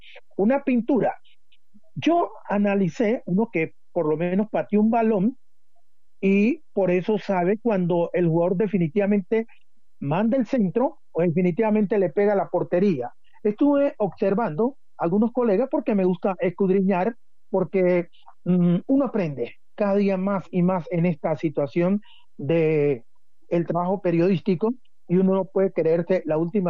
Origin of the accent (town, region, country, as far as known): Colombia